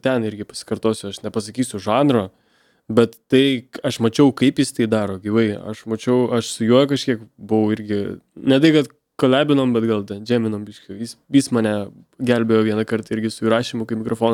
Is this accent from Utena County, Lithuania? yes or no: yes; Visaginas, Utena County, Lithuania; Taip, aš iš Visagino ir aš esu dvikalbis, aš neturiu pagrindinės kalbos. Aš moku šnekėti rusiškai.